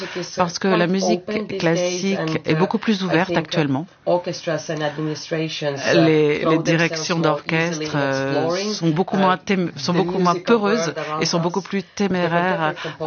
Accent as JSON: {"language": "French", "country": "Finland", "tie": "born or raised there", "said": "Je suis ukrainienne, comme vous l'avez dit, mais c'est vrai que j'ai vécu toute ma vie en Finlande."}